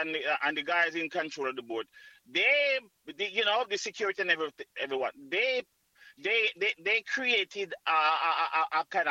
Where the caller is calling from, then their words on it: Frankfield, Clarendon, Jamaica; We come from Frankfield.